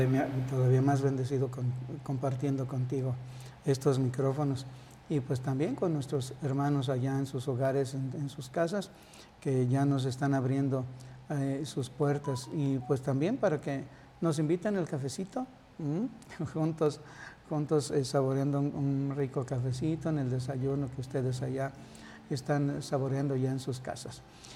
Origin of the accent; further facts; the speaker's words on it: Irapuato, Guanajuato, Mexico; Ándale, mi tierra.